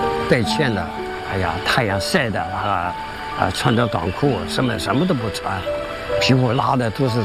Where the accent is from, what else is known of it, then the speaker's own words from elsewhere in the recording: Huizhou, Anhui, China; 我们整个徽州省耕读社会，以教育文化为主。